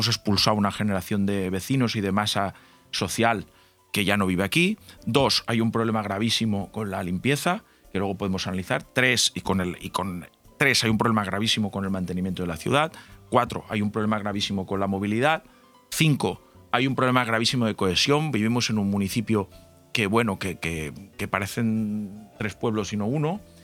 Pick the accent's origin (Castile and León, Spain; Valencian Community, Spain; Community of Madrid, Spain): Valencian Community, Spain; Benidorm